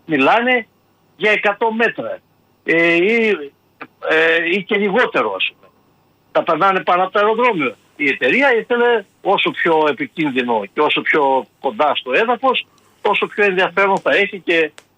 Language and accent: Greek; Pramanta, Epirus, Greece; είναι από το χωριό μου. Λοιπόν, από Πράμαντα Ιωαννίνων.